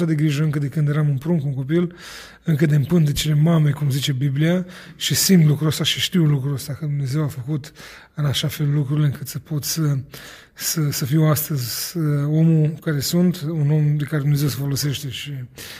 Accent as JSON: {"language": "Romanian", "town": "Suceava", "region": "Suceava County", "country": "Romania", "tie": "born or raised there", "said": "Pentru că, mă rog, în perioada de după Revoluție, în România era destul de dificil. Crescând în Suceava, pe străzile din Suceava, acolo am întâmpinat de multe ori probleme."}